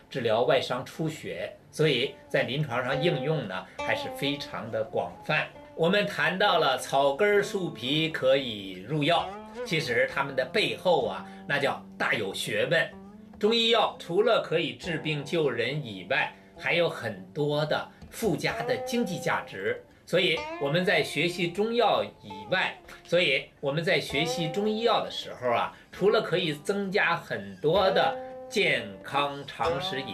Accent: China

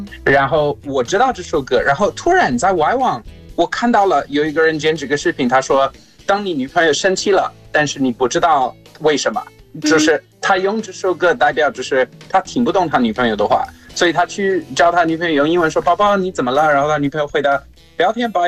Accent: South Africa; Chinese is a second language; 就像我每次跟大家说我来自南非

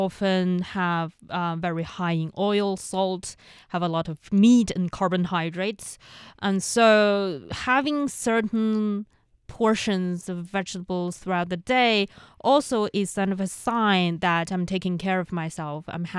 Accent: Inner Mongolia, China; born or raised there; moved away

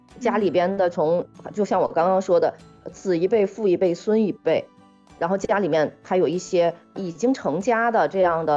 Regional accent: northern China, China; moved away as an adult; now in Hainan, China; 毕竟我们都是北方人，在北方长期居住生活，来海南只是度假

